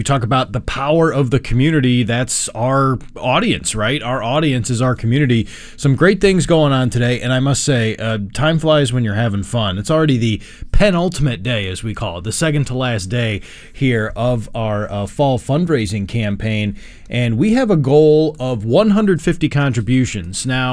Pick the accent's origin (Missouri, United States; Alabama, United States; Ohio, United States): Ohio, United States; Brunswick; hometown is Brunswick. Home county.